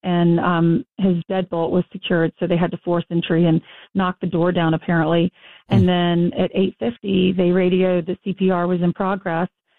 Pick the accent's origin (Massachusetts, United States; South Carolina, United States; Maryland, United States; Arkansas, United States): South Carolina, United States; moved away; I grew up in South Carolina